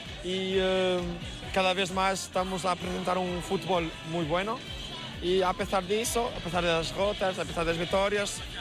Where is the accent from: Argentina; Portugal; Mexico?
Portugal; Vila Nova de Gaia, Norte; Hoy vengo de Vila Nova de Gaia, Portugal, y estamos de desporto de voleibol.